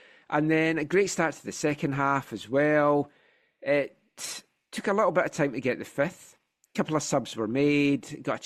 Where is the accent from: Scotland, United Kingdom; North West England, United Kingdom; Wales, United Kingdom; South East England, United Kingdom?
Scotland, United Kingdom; Never coins, because we're Scottish and we don't throw money away.